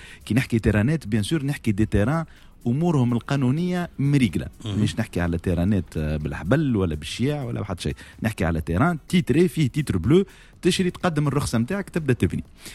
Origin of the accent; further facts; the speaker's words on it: Tunisia; انا كمواطن تونسي